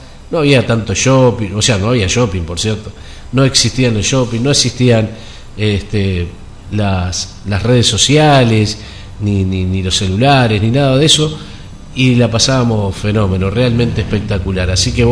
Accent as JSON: {"language": "Spanish", "region": "Montevideo", "country": "Uruguay", "tie": "born or raised there", "said": "grandes recuerdos de esa infancia por acá, por la zona, recorriendo toda esa barriada linda que en aquel entonces era Carlos A. López, allá cerca de la Sacén, por aquellos lados, donde era todo quintas antiguamente, eran todos espacios grandes"}